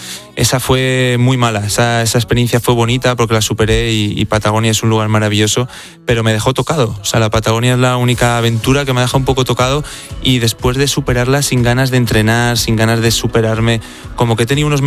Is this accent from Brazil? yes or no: no; Teruel, Aragon, Spain; de Teruel. De Teruel, sí.